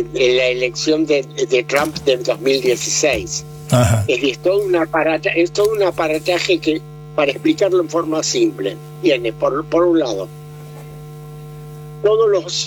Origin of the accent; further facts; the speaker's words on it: Buenos Aires, Argentina; hablando con un porteño